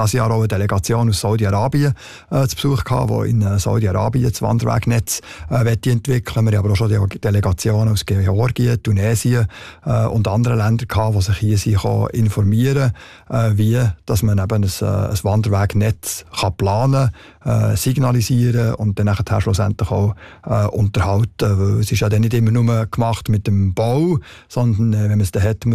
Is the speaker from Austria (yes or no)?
no; Switzerland; Und bei uns in der Schweiz geht es, mit Ausnahme vom Gipfel, geht es immer weiter.